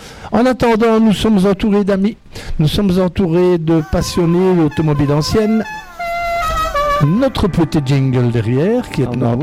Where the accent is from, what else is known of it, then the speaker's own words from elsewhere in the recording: Liège, Wallonia, Belgium; on est liégeois ou on ne l'est pas.